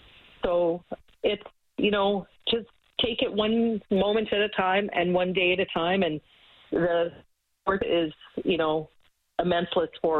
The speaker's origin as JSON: {"language": "English", "town": "Fort McMurray", "region": "Alberta", "country": "Canada", "said": "you mentioned before we're from Fort McMurray. So it was our Fort McMurray doctor that found that he had an enlarged heart."}